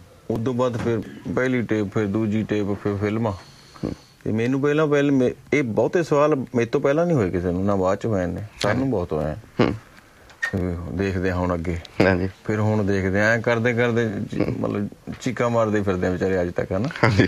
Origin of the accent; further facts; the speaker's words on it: Punjab, India; ਅਸੀਂ ਪੰਜਾਬੀ ਹਾਂ, ਪੰਜਾਬ ਦੀ ਗੱਲ ਕਰਾਂਗੇ, ਸਾਨੂੰ ਤਾਂ ਖੇਤਾਂ ਦਾ, ਆਪਦੇ ਮਜ਼ਦੂਰਾਂ ਦਾ ਪਿਆਰ ਹੈ